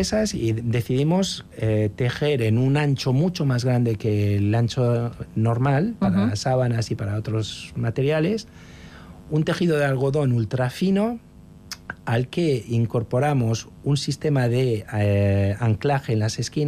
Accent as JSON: {"language": "Spanish", "town": "Gijón", "region": "Asturias", "country": "Spain", "also_born_or_lived": "Milan, Italy / England", "moved": "as an adult", "lives_now": "Paris, France", "said": "Yo soy de Gijón, de Asturias. Me fui de Erasmus a Italia. Estuve viviendo en Italia, trabajando en Milán bastante tiempo. Luego estuve en Inglaterra. Luego volví a Milán y luego llegué a París."}